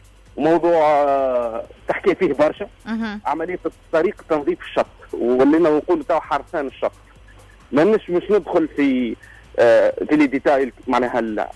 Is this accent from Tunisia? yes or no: yes; Tunisia; عندنا في تونس